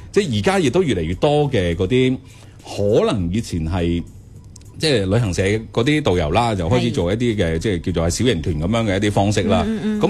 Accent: Shunde, Guangdong, China; 因为喺度即系我举翻咧就系即系顺德呢笪地方啦。咁我喺度大嘅时候咧，其实我系会有好多嘅一啲信息咧，你好难喺网络上边咧系揾得到嘅。

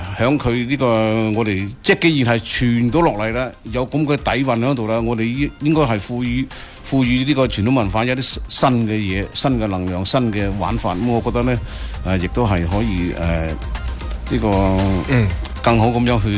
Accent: Foshan, Guangdong, China

